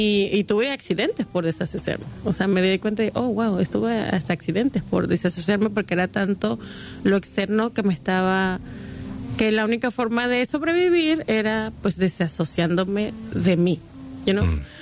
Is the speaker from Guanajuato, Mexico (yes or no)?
no; Acapulco, Guerrero, Mexico; como en el caso mía, que soy de Acapulco, la mayoría de las personas que yo conozco me dicen, oh, es que tú no hablas como acapulqueña